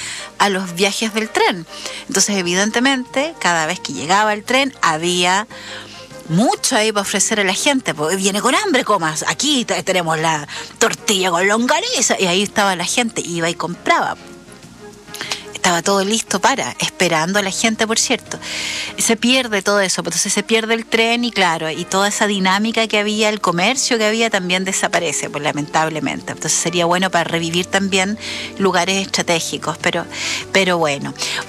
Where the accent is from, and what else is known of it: Chile